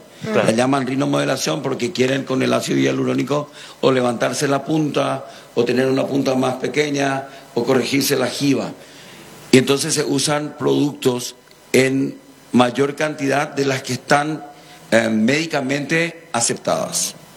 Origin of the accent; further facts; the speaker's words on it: San Bernardino, Cordillera, Paraguay; yo soy de San Bernardino, así que la ciudad más linda de Paraguay.